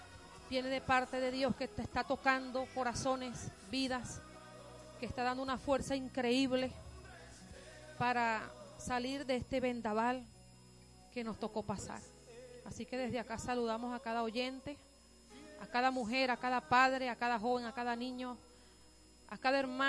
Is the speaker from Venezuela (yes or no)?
yes; Venezuela